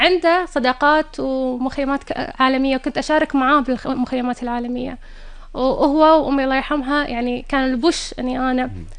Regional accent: Kuwait; احنا كلنا الكويتيين

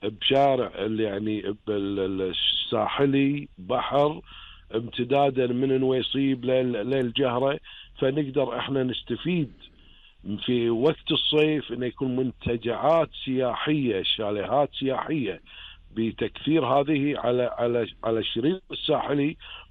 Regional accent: Kuwait; هذا انا مو كوني انا كويتي

